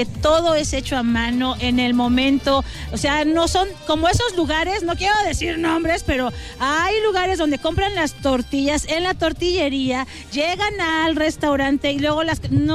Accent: Querétaro, Mexico; para los que somos muy queretanos

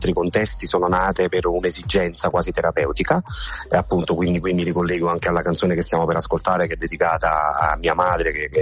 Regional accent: Naples, Campania, Italy; moved away; also born or lived in Rome / Milan; mi sono avvicinato alle mie radici, alla mia terra, anche perché io sono nato un po' da lì

